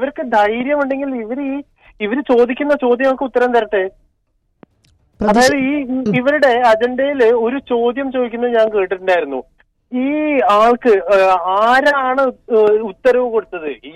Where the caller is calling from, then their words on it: Perinthalmanna, Kerala, India; ഞാൻ മലപ്പുറം പെരിന്തൽമണ്ണ.